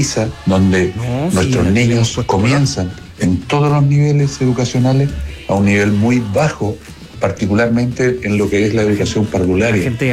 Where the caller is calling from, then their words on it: Temuco, Araucanía, Chile; desde Temuco.